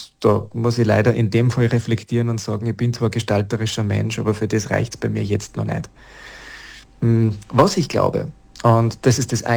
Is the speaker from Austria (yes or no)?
yes; Salzburg, Austria; Meine Zeit, meine Kindheit und Jugend im Rauriser Tal war für mich wahnsinnig prägend für vieles, was ich heute denke, fühle, wie ich mich verhalte, wie meine Einstellungen, meine Prinzipien sind.